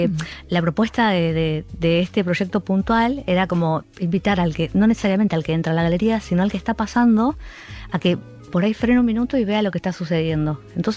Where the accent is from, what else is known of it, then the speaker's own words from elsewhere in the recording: Buenos Aires, Argentina; born there; also born or lived in London, United Kingdom; Yo nací en Buenos Aires.